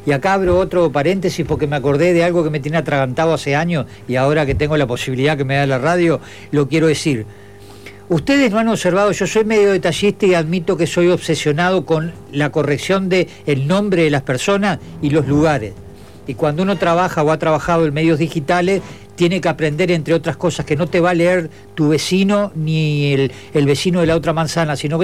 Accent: Gregorio Aznárez, Maldonado, Uruguay; allá en mi pueblo, en Gregorio Aznárez.

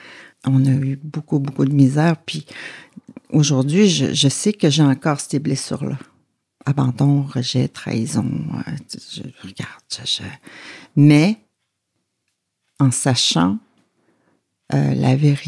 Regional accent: Uashat Mak Mani-utenam, Quebec, Canada; Oui, je viens de Magnotenam, comme vous dites. Je suis née à Québec en 1972.

